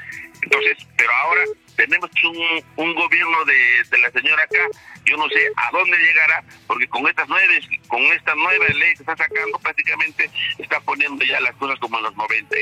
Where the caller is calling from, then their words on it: Peru; nosotros como peruanos